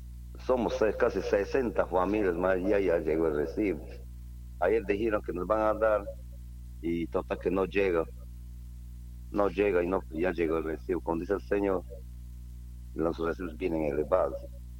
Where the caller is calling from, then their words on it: Lamas, San Martín, Peru; Soy morador de Potrero, del sector Potrero.